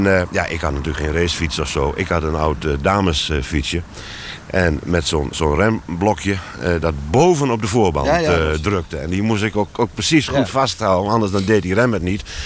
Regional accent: Koevoorde, Overijssel, Netherlands; Ja, nou, je had hier een speeltuin. Een actieve buurt- en speeltuinvereniging.

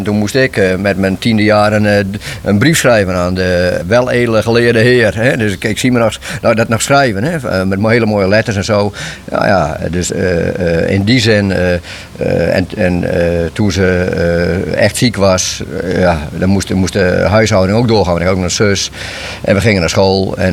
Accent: Lippenhuizen, Friesland, Netherlands; born there; Lippenhuizen, zeggen ze in het Fries, Lippenhuizen, ja. In fatsoenlijk Nederlands. Nou, daar ben ik geboren in 1943.

